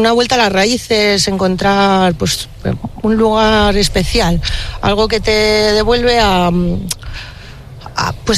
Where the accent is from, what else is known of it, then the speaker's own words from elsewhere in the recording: Burgos, Castile and León, Spain; moved away as an adult; also born or lived in San Sebastián; now in Sotillo, Spain; Yo soy de Burgos.